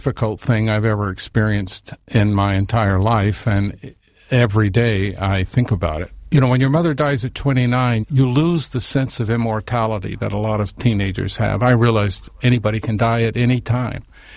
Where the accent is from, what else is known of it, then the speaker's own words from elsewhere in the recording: United States; I grew up on the Mexican border, and 83% of the students in my school were Spanish-speaking, and I was in the minority of English-speaking.